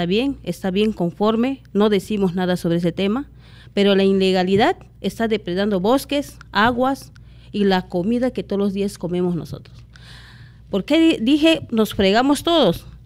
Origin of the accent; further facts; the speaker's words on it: Peru; todos somos peruanos.